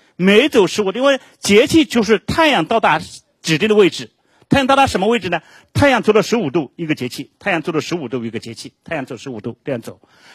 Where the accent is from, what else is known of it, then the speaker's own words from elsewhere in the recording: Shanghai, China; 这是我们上海人测出来的